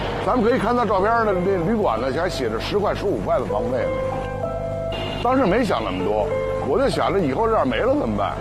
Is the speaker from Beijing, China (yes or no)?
yes; Beijing, China; 我是在这儿土生土长的，大栅栏土生土长的老北京人，在这儿开着卤煮